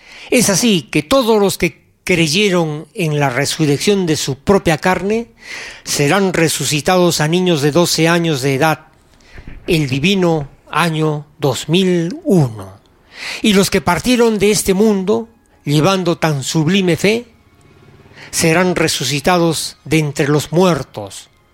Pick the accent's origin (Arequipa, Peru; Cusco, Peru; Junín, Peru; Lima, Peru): Arequipa, Peru; born there; ¿Por qué nací en Perú? ¿Por qué nací en Arequipa?